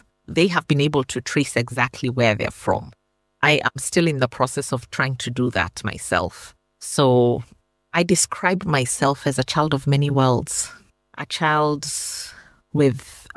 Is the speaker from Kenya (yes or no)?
yes; Nairobi, Kenya; now in Mombasa, Kenya; I was born and brought up in Nairobi for the greater part of my life, having lived in the capital city to the age of 30 years. I moved into Mombasa, which for me is my ancestral home as well.